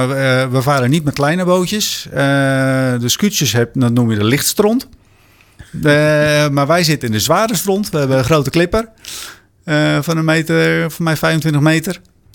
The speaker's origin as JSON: {"language": "Dutch", "region": "South Holland", "country": "Netherlands", "said": "waar ik vandaan kom, het bollengebied. Het is allemaal arme zandgrond."}